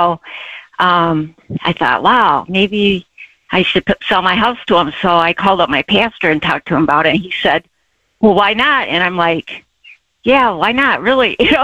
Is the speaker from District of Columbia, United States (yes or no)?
no; Michigan, United States; moved away as an adult; also born or lived in West Virginia; now in Arizona, United States; I grew up in Michigan and lived there all my life